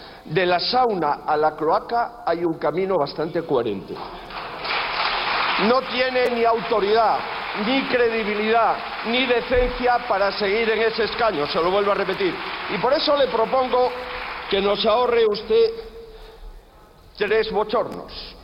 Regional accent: Spain; Aquí las únicas víctimas del gobierno corrupto, como el suyo, somos los españoles.

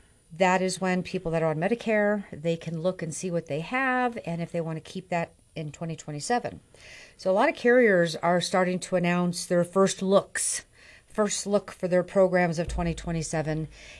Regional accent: Colorado, United States; Well, I'm licensed in California. You know, Colorado's my home state, but I'm licensed in about 11, 12 other states.

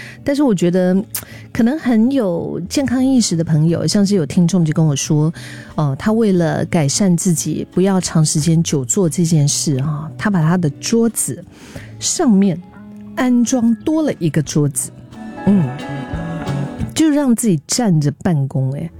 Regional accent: Singapore

